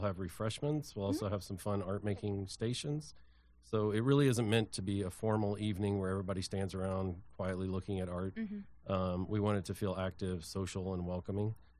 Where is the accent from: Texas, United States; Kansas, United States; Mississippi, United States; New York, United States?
Kansas, United States; Emporia; moved away as an adult; I grew up in Emporia and went to Emporia State for undergrad